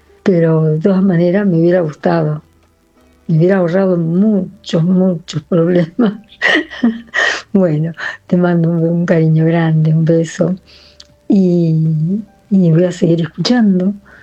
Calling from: Lincoln, Buenos Aires Province, Argentina; linqueña, viendo el 9 de julio.

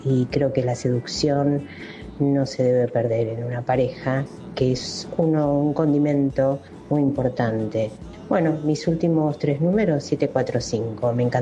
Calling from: Buenos Aires, Argentina; de Floresta. Bueno, trabajando hasta las 10:30 en Boedo

